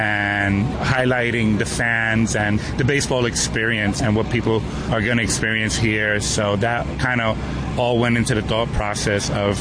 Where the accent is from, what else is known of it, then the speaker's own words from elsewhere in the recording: Bronx, New York, United States; And then I grew up in the Bronx, where graffiti was very prevalent.